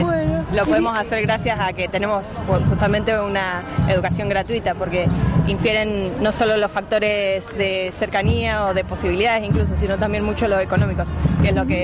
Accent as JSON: {"language": "Spanish", "region": "Tierra del Fuego", "country": "Argentina", "said": "Somos de Tierra del Fuego, entonces la educación pública es la que nos dio la oportunidad de poder formalizar, de formarnos, claro."}